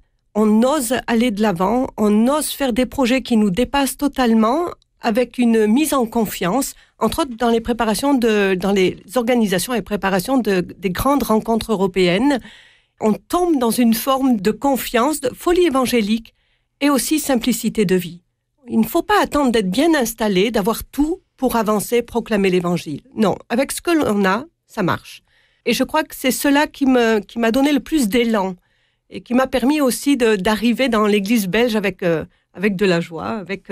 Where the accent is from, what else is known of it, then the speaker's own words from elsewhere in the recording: south-east France, France; accent: southern French; moved away as an adult; now in Belgium; moi, je viens du sud de la France, du sud-est. Il paraît que mon accent me trahit et surtout quand je m'enflamme, alors je le reprends.